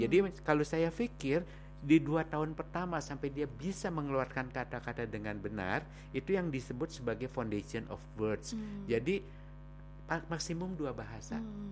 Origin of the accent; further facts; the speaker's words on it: Bandung, West Java, Indonesia; padahal saya asli Bandung, Sunda.